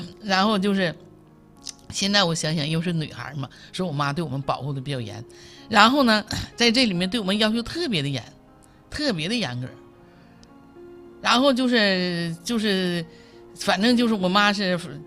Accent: Northeast China, China; 我们东北人

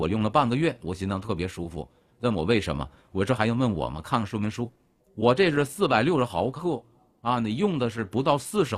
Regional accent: China; 我们都有一颗中国心，能不能让我们中国人用上？

